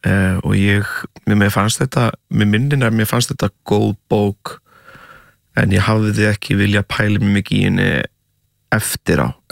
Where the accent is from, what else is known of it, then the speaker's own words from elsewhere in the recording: Portugal; now in Iceland; náttúrulega ólst upp í Portugal